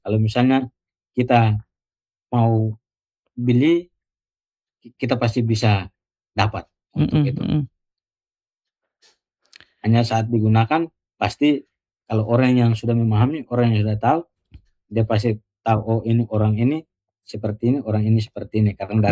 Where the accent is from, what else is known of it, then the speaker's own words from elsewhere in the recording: Mataru, East Nusa Tenggara, Indonesia; kami orang Mataro